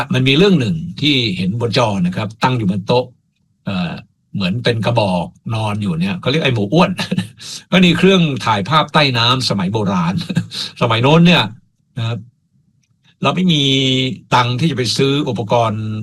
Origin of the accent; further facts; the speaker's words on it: Pak Chong, Nakhon Ratchasima, Thailand; ผมเป็นคนปากช่อง